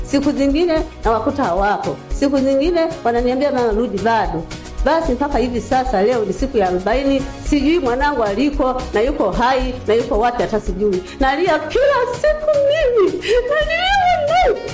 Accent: Manyoni, Singida, Tanzania; nimetoka Manyoni. Nimetoka Manyoni baba.

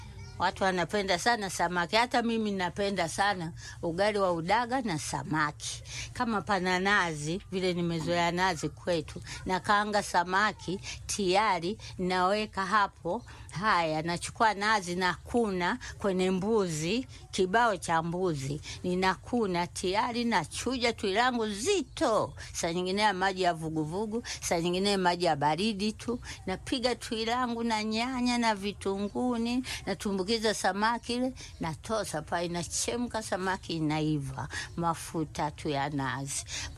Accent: Dar es Salaam, Tanzania; now in Mara Region, Tanzania; Sasa kule kwetu tunaita ugali wa muhogo Dar es Salaam.

